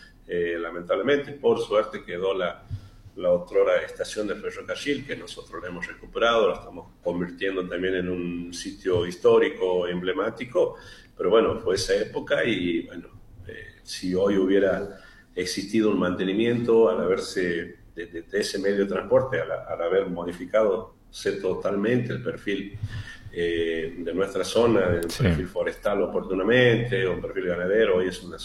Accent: northern Argentina, Argentina

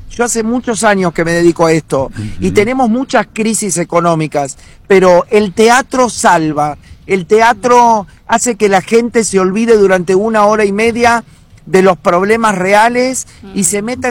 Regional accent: Entre Ríos, Argentina; now in Termas de Río Hondo, Argentina; tengo el domicilio en Termas porque me siento un santiagueño siendo de Entre Ríos. Soy de la provincia de Entre Ríos, pero adopté esta ciudad como mía.

